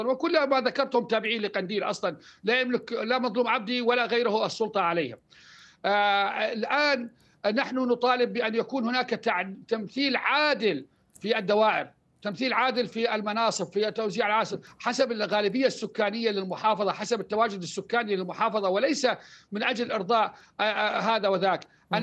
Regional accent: Al-Hasakah Governorate, Syria; أنا من أبناء المنطقة المالكية، أبناء قريتي اللي تعمل منطقة المالكية أو ناحية العربية بشكل كامل

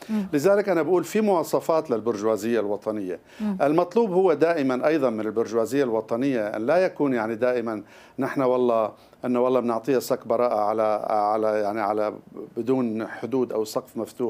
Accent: Syria; عندنا بسوريا

